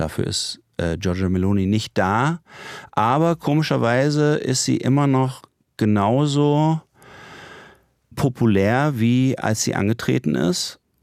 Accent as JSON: {"language": "German", "country": "Germany", "said": "wir Deutschen"}